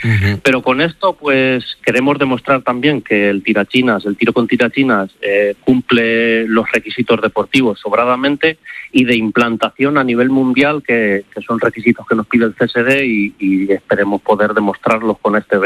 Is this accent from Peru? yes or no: no; Las Mesas, Castilla-La Mancha, Spain